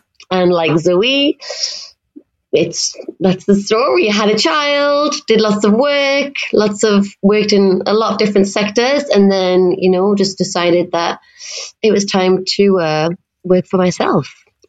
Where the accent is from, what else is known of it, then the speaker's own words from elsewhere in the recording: Newcastle, North East England, United Kingdom; moved away as an adult; now in France; I'm from England too, from Newcastle. And I also arrived in France around 14 years ago with Erasmus.